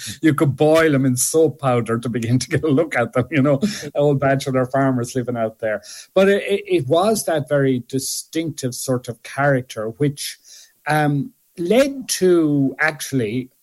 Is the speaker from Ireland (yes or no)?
yes; Arigna, Connacht, Ireland